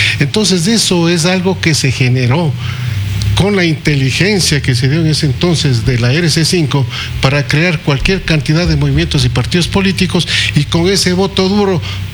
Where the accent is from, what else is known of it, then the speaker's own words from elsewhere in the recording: Ecuador; como ecuatorianos sensatos que queremos a nuestro país